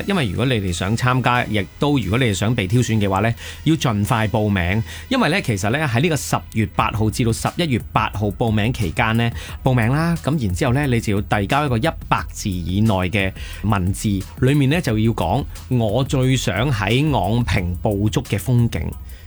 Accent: Hong Kong; 我哋香港人好需要去呢啲地方超下啦

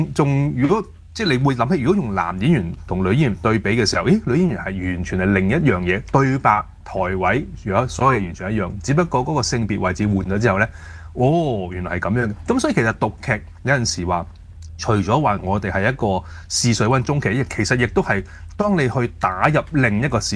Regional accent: Hong Kong; 我哋香港人好關心嘅一樣嘢

